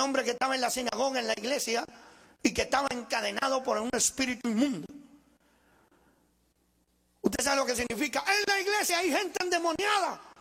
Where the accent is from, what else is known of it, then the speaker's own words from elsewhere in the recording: Italy; para aquellos que vienen por primera vez, que no me conocen, yo soy italiano. Está raro, pero es así.